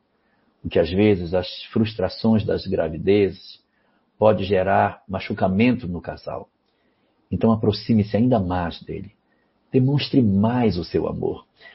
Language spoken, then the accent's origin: Portuguese; Amapá, Brazil; born there; do Amapá, o estado onde eu nasci